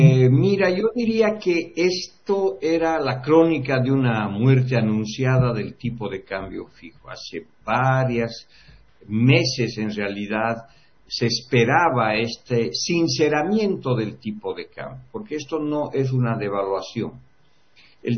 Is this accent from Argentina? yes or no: no; Bolivian highlands, Bolivia; Por un frío bastante agradable para los collitas poliglobúlicos como yo.